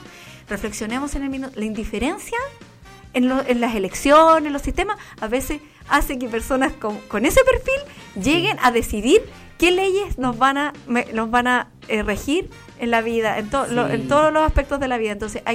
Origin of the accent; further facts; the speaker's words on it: Romeral, Maule, Chile; Yo soy de Romeral, para los que no saben, yo soy de la comuna de Romeral.